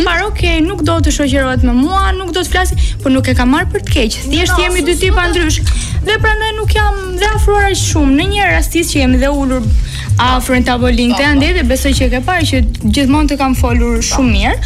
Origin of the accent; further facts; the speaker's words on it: Italy; moved away as an adult; jam lindë rritur në Itali